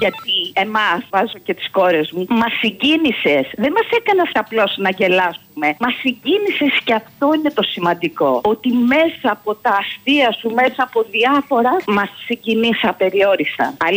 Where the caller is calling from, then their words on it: Glyfada, Attica, Greece; από Γλυφάδα.